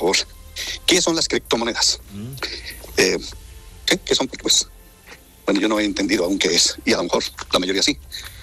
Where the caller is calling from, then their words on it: Zacatlán, Puebla, Mexico; Pues así es como amanece aquí hoy mi pueblo sagrado.